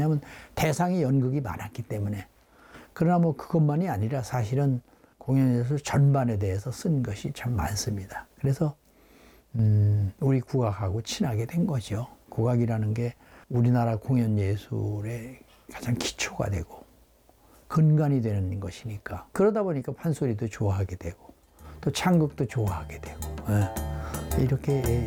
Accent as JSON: {"language": "Korean", "town": "Sokcho", "region": "Gangwon", "country": "South Korea", "tie": "born there", "also_born_or_lived": "North Korea", "said": "1950년에 이제 전쟁이 일어나는 바람에 월남을 해서 강원도 속초에 가서 어린 시절에 성장을 했어요."}